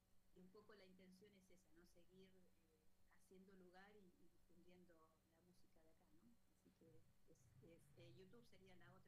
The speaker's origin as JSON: {"language": "Spanish", "country": "Argentina", "said": "yo soy del Valle y hace muchos años que trabajo acá en el norte neuquino"}